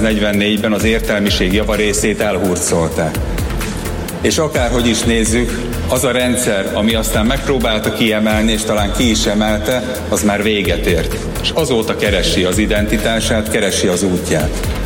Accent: Salgótarján, Nógrád, Hungary; born there; Én Salgótarjánban születtem, és a gyermekeim már a hatodik generációk, akik eképpen tesznek. Szorosan kötődünk a városhoz, szeretjük azt.

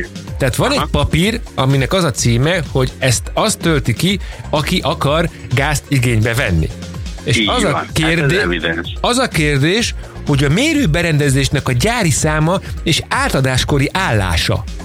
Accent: Balassagyarmat, Nógrád, Hungary; Tehát, hogy én Balassagyarmatiként én Tarjánban nem tudtam időpontot kapni, mert hogy nem rak engem oda.

